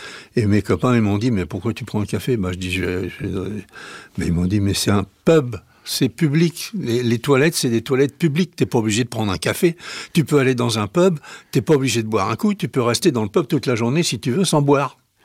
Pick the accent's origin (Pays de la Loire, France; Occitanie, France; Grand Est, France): Pays de la Loire, France; Nantes; Eh ben je suis nantais.